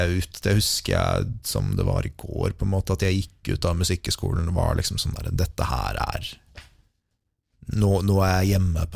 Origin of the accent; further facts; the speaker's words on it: Oslo, Norway; jeg vokste opp litt på Grynløkka. Akkurat nå så bor jeg liksom midt mellom Grynløkka og Kjellandsplass.